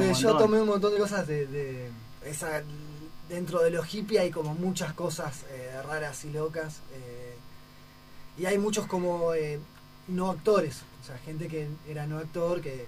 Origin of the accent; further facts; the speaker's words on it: Viedma, Río Negro, Argentina; Iberá, yo soy de Viedma, pero bueno, vivo hace 10 años acá.